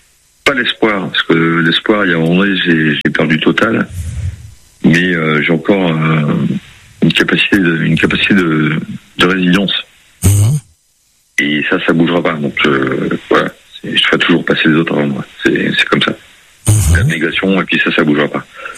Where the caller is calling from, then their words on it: Pau, Nouvelle-Aquitaine, France; moi, je suis de Pau